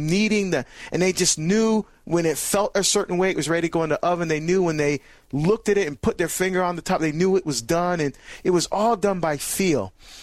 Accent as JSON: {"language": "English", "country": "Barbados", "said": "it's sweet bread that my mom, we're from Barbados, and my mom used to make that."}